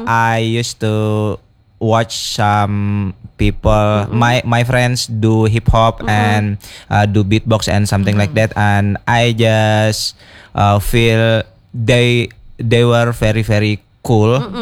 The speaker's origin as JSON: {"language": "English", "town": "Banjarmasin", "region": "South Kalimantan", "country": "Indonesia", "said": "I'm from Banjarmasin, and I am part of Bestie."}